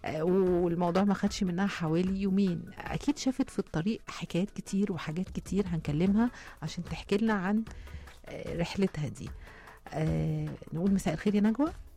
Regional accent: Upper Egypt, Egypt; بس عارفة خط الصعيد عشان أنا صعيدية.

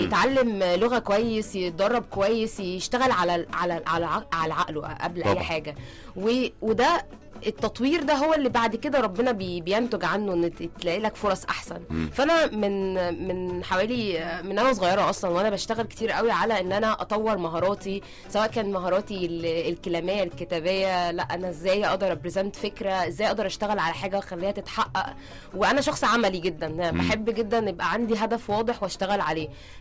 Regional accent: Egypt; احنا كمصريين

